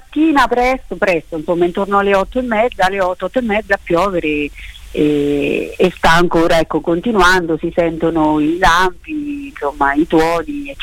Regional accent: Tolentino, Marche, Italy; noi siamo di Tolentino

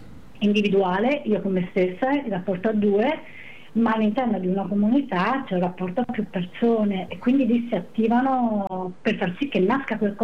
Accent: Tuscany, Italy; io non sono ferrarese, io vengo dalla Toscana, della provincia di Pistoia, e lì dove vivevo, dove sono diventata mamma e dove avevo l'attività

